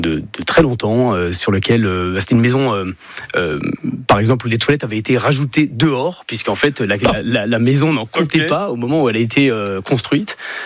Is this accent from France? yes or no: yes; Aubervilliers, Île-de-France, France; born there; Oui, je suis né à Aubervilliers, en 1983, en région parisienne.